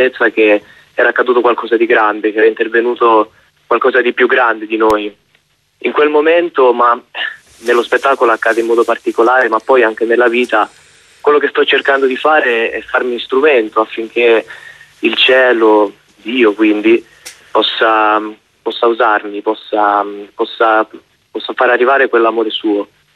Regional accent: Sicily, Italy; moved away; io sono siciliano in realtà

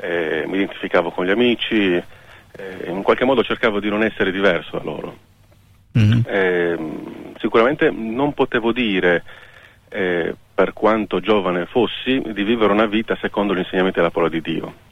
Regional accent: Sassari, Sardinia, Italy; Sono nato comunque a Sassari, perciò in Sardegna, però sono di padre tedesco e di madre piemontese lombarda, diciamo così

